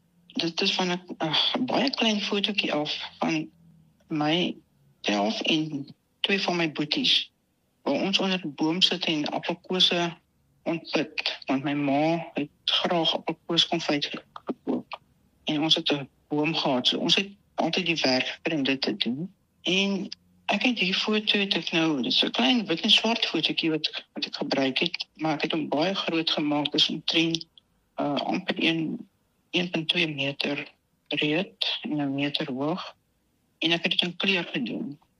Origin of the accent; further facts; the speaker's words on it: Heidelberg, Gauteng, South Africa; ek het op Heidelberg in Transvaal groot geword en daar was nie sulke geleenthede gewees